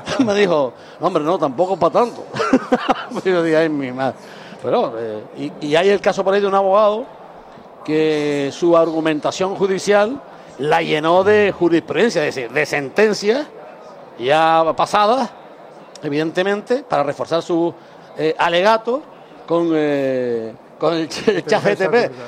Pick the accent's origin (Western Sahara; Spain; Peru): Spain; Puerto de la Cruz, Canary Islands; born or raised there